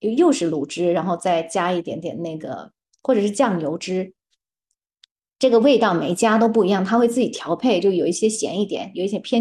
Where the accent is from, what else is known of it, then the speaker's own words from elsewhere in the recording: Chaoshan, Guangdong, China; 这个跟我们潮汕人就是吃宴席菜哈